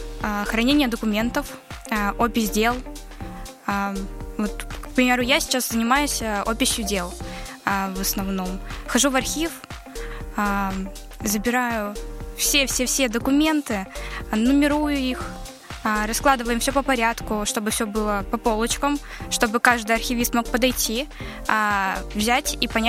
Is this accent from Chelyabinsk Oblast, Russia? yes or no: yes; Minyar, Chelyabinsk Oblast, Russia; moved away as an adult; Я приехала год назад из Челябинской области, с маленького городка Миньяр.